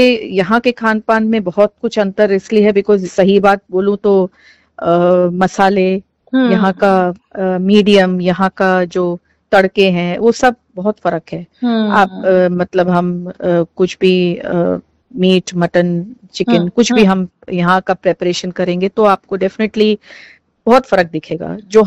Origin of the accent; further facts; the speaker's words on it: Lucknow, Uttar Pradesh, India; now in Mumbai, India; मतलब चूंकि मैं लखनऊ से हूँ, मैं लखनऊ से, खाना बनाने का मुझे शौक भी है